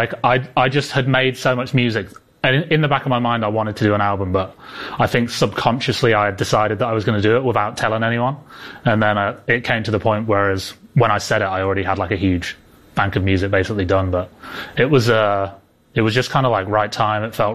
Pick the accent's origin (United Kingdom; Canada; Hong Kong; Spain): United Kingdom; England; now in Los Angeles, United States; Since I live in LA now, but I'm English, so I've had a big influence from Spanish music.